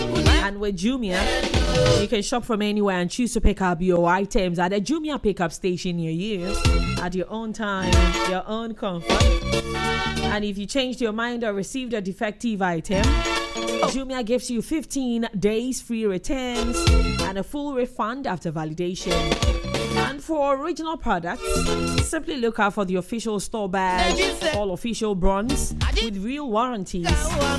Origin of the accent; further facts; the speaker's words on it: Ghana; I'm a Ghanaian, but maybe I'm a team pie bono.